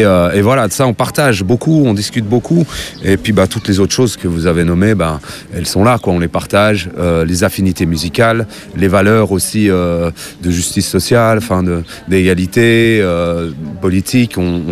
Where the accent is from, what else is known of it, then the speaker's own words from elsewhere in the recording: Switzerland; born there; moi je suis né en Suisse, de parents immigrés, mais ouais, je suis né en Suisse.